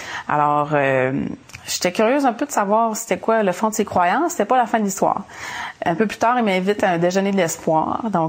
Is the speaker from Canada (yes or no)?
yes; Saint-Félicien, Quebec, Canada; Moi, j'ai grandi au Lac-Saint-Jean, à Saint-Félicien. Je suis la plus jeune d'une famille de 5 enfants. Et puis, c'est une famille typiquement québécoise, normale, avec des bons parents.